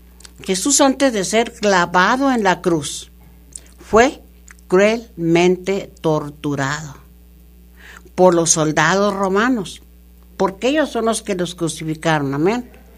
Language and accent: Spanish; El Paso, Texas, United States; El Paso, Texas, mi ciudad hermosa, donde yo he crecido aquí en este El Paso.